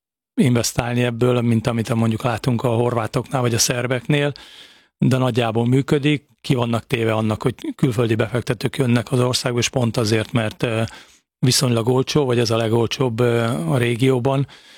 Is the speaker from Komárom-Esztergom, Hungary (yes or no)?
yes; Oroszlány, Komárom-Esztergom, Hungary; born there; amikor én születtem, oroszlányon születtem, úgyhogy ez egy kisváros